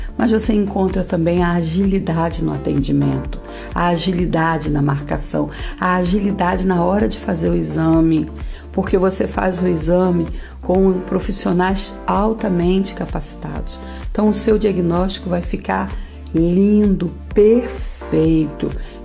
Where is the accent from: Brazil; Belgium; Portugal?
Brazil; a gente é brasileiro